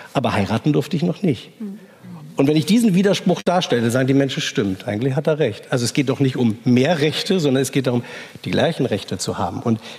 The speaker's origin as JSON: {"language": "German", "region": "East Germany", "country": "Germany", "tie": "born or raised there", "said": "Ich bin nur 12 Jahre in der DDR aufgewachsen."}